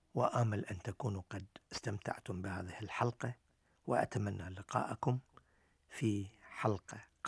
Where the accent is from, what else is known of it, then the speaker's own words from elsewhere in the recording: Bahrain; عندنا في البحرين